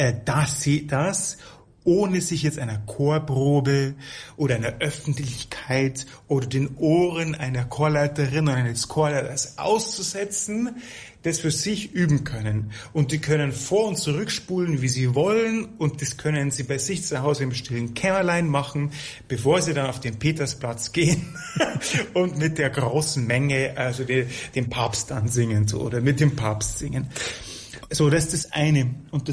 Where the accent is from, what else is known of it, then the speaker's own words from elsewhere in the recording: Bavaria, Germany; now in Rome, Italy; jetzt sage ich es mal als Bayer.